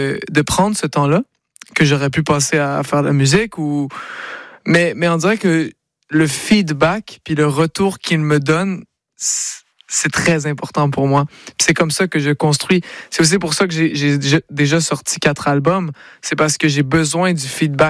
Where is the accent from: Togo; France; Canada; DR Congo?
Canada; Quebec; Vu que moi je suis québécois. Donc j'adore tracer les différences entre le public québécois et le public français.